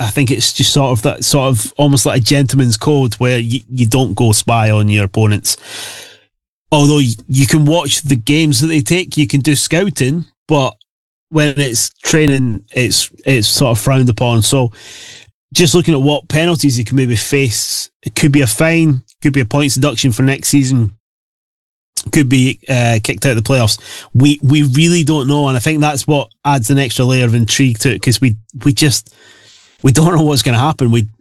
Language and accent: English; Scotland, United Kingdom; as a Scot